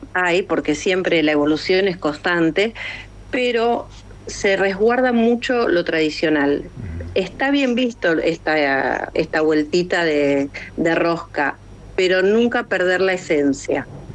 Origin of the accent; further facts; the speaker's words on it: Argentina; Como en Argentina nos reunimos a tomar mate